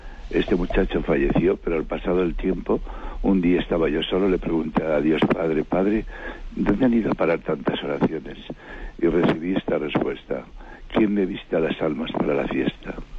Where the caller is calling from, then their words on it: Madrid, Community of Madrid, Spain; de Madrid.